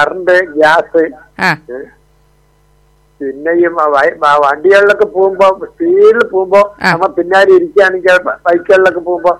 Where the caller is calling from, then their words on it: Kerala, India; അപ്പുപ്പുള്ളൂര് പറയും, കൊഴിഞ്ഞാമ്പാറ അടുത്ത് തന്നെ.